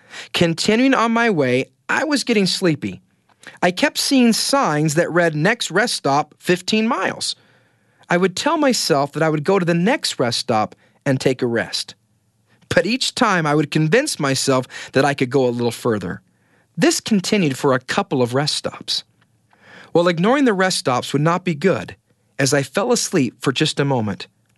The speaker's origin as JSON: {"language": "English", "town": "Kenai", "region": "Alaska", "country": "United States", "tie": "born or raised there", "also_born_or_lived": "Idaho", "moved": "yes", "said": "But I was from Kenai, Alaska, population 5,500. I remember when all three stoplights were put in my town. But needless to say, my hometown was small."}